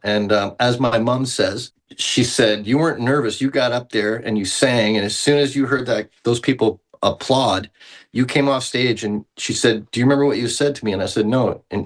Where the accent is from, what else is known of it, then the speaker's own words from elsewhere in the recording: Salt Springs, Nova Scotia, Canada; also born or lived in Mississauga / Toronto; I was born in Mississauga, but I grew up in a place called Salt Springs, Nova Scotia.